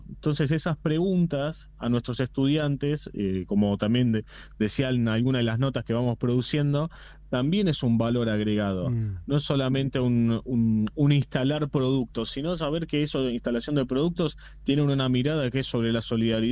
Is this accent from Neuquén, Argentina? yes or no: no; Buenos Aires, Argentina; No, yo soy de Buenos Aires.